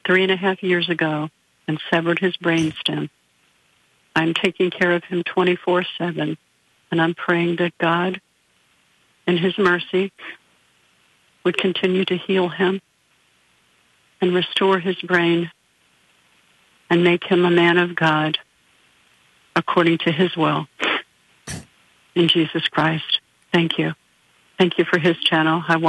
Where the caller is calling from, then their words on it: Arnold, Maryland, United States; I'm calling from Arnold, Maryland.